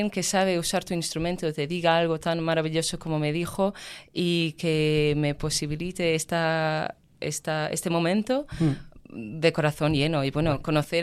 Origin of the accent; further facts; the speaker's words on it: Portugal; soy portuguesa, soy una artista de pop rock alternativo de Portugal